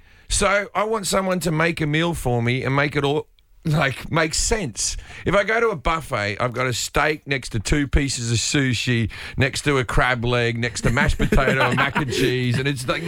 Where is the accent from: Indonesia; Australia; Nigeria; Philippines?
Australia; now in United States; my wife's British, I'm Australian, we live in America